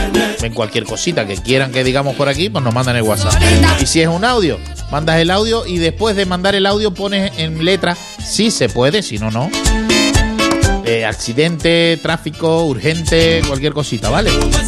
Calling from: La Matanza, Canary Islands, Spain; de La Matanza.

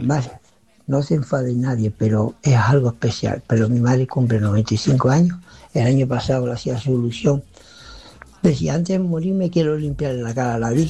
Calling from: Güímar, Canary Islands, Spain

